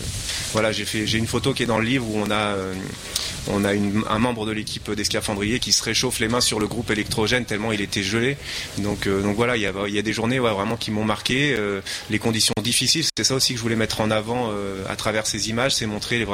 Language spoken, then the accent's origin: French; Châtellerault, Nouvelle-Aquitaine, France; donc je suis natif de Châteauneuf. J'y ai passé toute mon enfance et je suis châtellerodé depuis toujours.